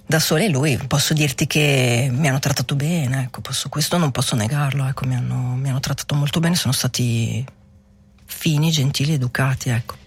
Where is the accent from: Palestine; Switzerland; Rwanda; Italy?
Switzerland; io vengo dalla Svizzera